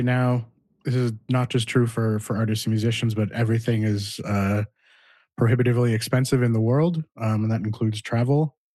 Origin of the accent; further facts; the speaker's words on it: Cole Harbour, Nova Scotia, Canada; I grew up in Cole Harbour, which isn't quite Dartmouth, but we can, nitpick over that if we want later.